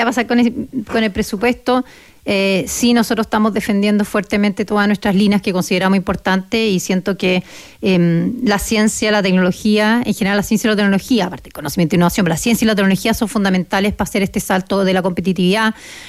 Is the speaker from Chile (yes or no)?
yes; Chile